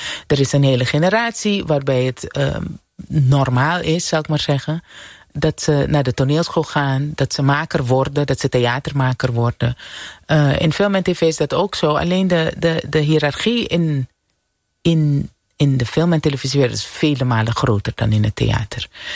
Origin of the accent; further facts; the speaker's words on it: Suriname; moved away; Ja, ik ben opgegroeid in Suriname.